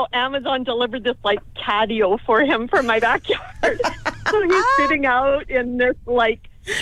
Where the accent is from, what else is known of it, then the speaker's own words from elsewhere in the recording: Winnipeg, Manitoba, Canada; moved away as an adult; also born or lived in Northwestern Ontario; now in Altona, Canada; I'm originally from Winnipeg. And little over 30 years ago, I moved to Northwestern Ontario for a year to try it.